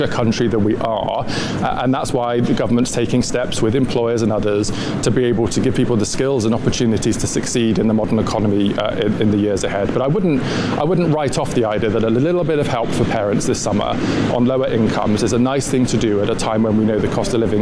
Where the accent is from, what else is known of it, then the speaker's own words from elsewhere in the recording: Bristol, South West England, United Kingdom; the council estate that I grew up in Bristol North West